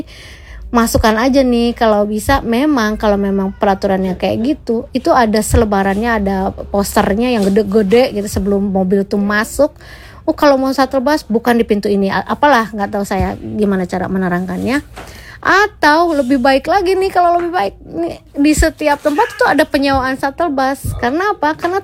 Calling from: Bogor, West Java, Indonesia; saya selama ini orang Bogor

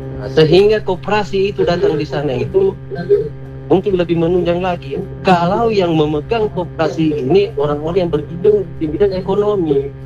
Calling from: Kawatuna, Central Sulawesi, Indonesia; Iya, saya dari Kawatuna.

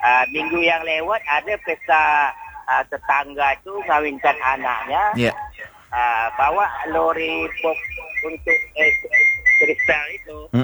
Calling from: Tanjung Pinang, Riau Islands, Indonesia; Tertimpa di kampung kami ataupun daerah Kota Tanjung Pinang ini.

